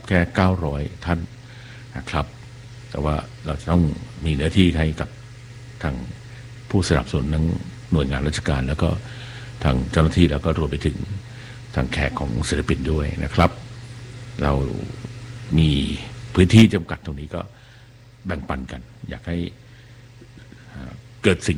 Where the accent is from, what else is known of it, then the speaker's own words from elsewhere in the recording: Bangkok, Thailand; ซึ่งเราก็เป็นเด็กกรุงเทพนะฮะที่มีไฟฟ้าแล้วแล้วก็มีโทรทัศน์ดู